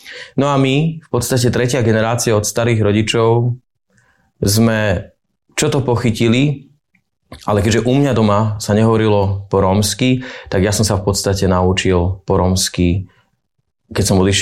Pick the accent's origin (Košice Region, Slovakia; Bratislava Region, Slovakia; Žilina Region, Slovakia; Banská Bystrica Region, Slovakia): Žilina Region, Slovakia; Martin; Pochádzam z malebného mesta Martin, z turčianskeho regiónu a pochádzam z hudobníckej rodiny